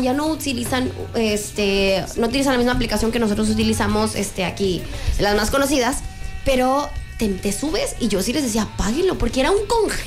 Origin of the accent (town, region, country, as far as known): Mexico